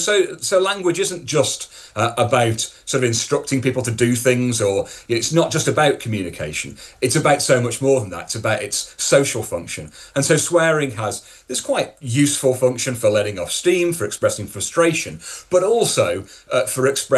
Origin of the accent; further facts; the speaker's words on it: the north of England, United Kingdom; accent: northern; in my accent, which is a northern accent, I have the same vowel